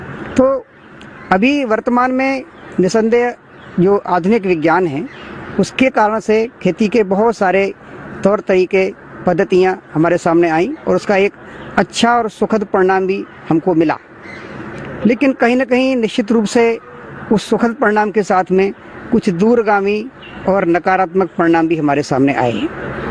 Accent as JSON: {"language": "Hindi", "area": "Aligarh district", "region": "Uttar Pradesh", "country": "India", "tie": "born or raised there", "moved": "yes", "said": "अलीगढ़ जिले के एक गांव में मैं पैदा हुआ और वहीं मैं पला बढ़ा। उसके बाद भारत के बहुत सारे शहरों में कई प्रकार के काम करने का मौका मिला।"}